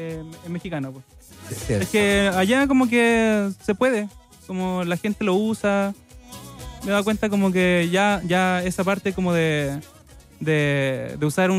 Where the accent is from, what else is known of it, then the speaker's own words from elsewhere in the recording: Lautaro, Araucanía, Chile; yo soy de Lautaro, soy del campo.